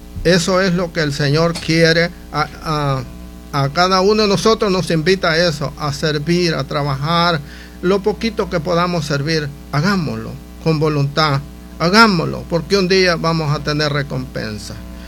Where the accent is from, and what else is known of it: El Salvador